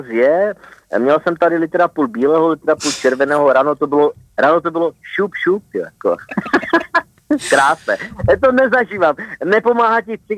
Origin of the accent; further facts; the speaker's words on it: North Moravia, Czechia; jsem ze Severní Moravy